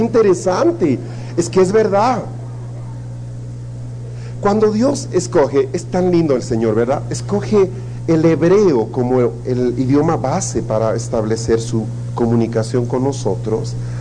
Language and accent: Spanish; Bolivia; en mi país hay lugares donde la gente habla más o menos así. Habla muy lentito y cantado.